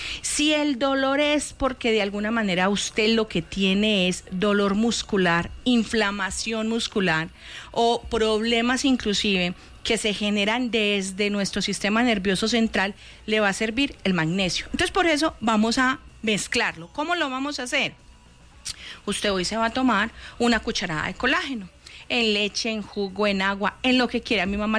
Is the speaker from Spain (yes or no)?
no; Colombia; Pero no importa, somos colombianos, disfrutemos esta fiesta de fútbol